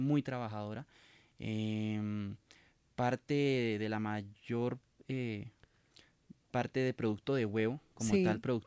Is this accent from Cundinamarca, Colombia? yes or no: yes; Fómeque, Cundinamarca, Colombia; moved away; yo soy una persona de campo, absolutamente de campo. Yo me crié en el campo en Fomeque, Cundinamarca, con mi padre que es avicultor.